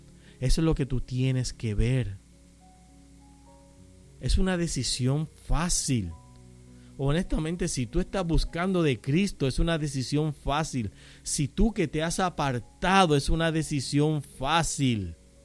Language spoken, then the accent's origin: Spanish; Caguas, Puerto Rico; born there; Como dicen allí en mi pueblo en Caguas, borrón y cuenta nueva.